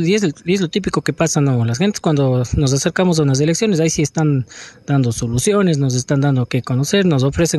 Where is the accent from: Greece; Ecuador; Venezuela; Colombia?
Ecuador; Cuenca, Azuay; yo soy oriundo de Cuenca